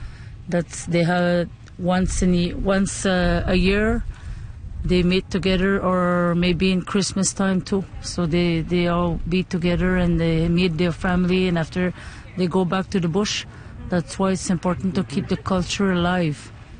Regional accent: Schefferville, Quebec, Canada; I'm from Shefferville. This initiative for that gathering came from my community, from Matsimekush, like John.

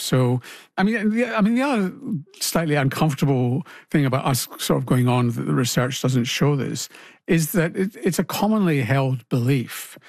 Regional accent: Glasgow, Scotland, United Kingdom; now in Australia; But it may well be that nice weather, such as you tend to get in Australia rather than Glasgow, my hometown, suggests that it's easier to get out and exercise and be fitter and healthier.

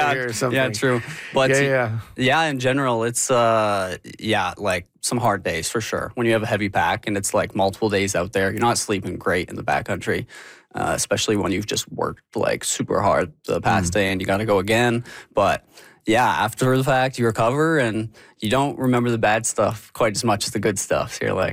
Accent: Calgary, Alberta, Canada; I mean, I grew up in Calgary, and the Canadian Rockies are just the home range.

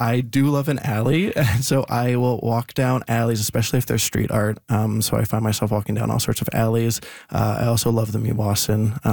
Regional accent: Regina, Saskatchewan, Canada; moved away as an adult; now in Saskatoon, Canada; I am originally from Regina. Yes. Okay. So I made the move to Saskatoon about 4 years ago.

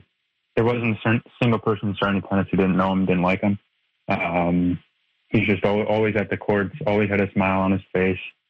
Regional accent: Petrolia, Ontario, Canada; He was the local tennis pro in Sarnia. I'm from Petrolia, about 30 minutes outside.

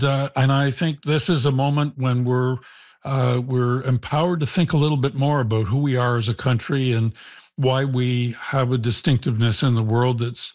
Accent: Canada; I'm passionate about Canada.

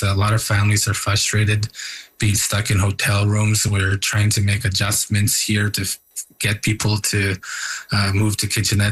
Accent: Kashechewan, Ontario, Canada; I grew up in Kisechewan.

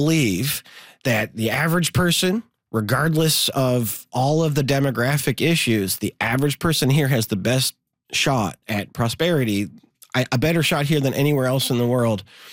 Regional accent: Montreal, Quebec, Canada; I have lived here my mm-hmm. entire life. I grew up Anglo boy in Montreal in the 90s.

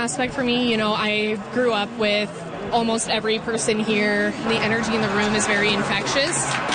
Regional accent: Calgary, Alberta, Canada; born and raised Calgarian, first-gen Canadian.

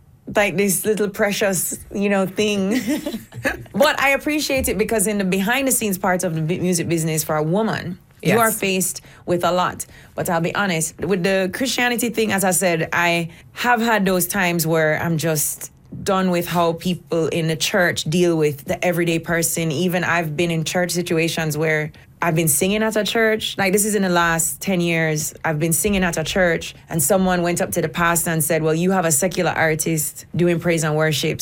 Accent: Jamaica; I'm a Jamaican girl.

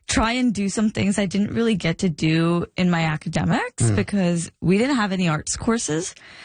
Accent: India; born there; I was born in India

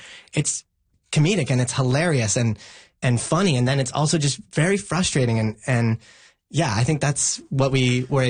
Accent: British Columbia, Canada; Yeah, I grew up on Vancouver Island

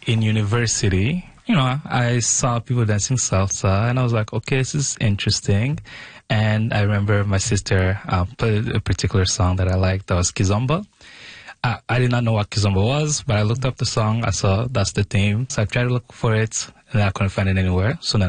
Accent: Bukavu, South Kivu, DR Congo; now in Canada; So living in Congo at the time, I'm from Bukavu, so it's on the eastern side of Congo.

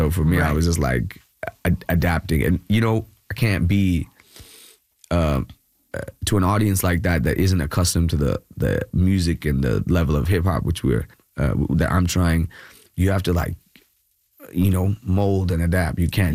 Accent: Kerala, India; now in Bangalore, India

